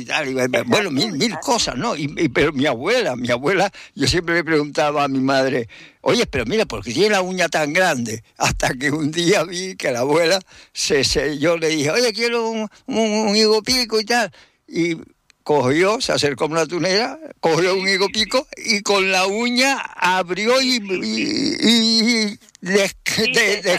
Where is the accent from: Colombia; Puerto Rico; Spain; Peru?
Spain; Lanzarote, Canary Islands; moved away as an adult; also born or lived in Tenerife; yo soy de Lanzarote, y pero bueno, estudié en Tenerife, y bueno, cuando regresaba en las vacaciones y todo, siempre, cualquier vacación, la aprovechaba para ir a Lanzarote